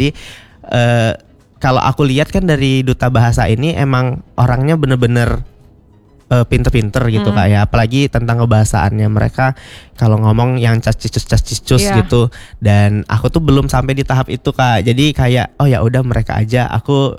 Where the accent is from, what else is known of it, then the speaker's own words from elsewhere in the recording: Jambi, Indonesia; saya tuh dari kecil udah di Jambi, dan ruang lingkupnya tuh di sekitaran saya tuh gak ada orang-orang Kombring gitu, selain orang tua saya dan bapak saya itu.